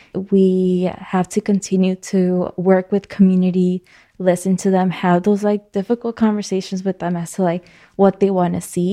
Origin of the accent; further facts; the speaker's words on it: Chicago, Illinois, United States; I was born and raised in Barden Park, and people are like, where's Barden Park? And I was like, right next to Back of the Arts, and they're like, I know where that is. I'm in Hyde Park currently.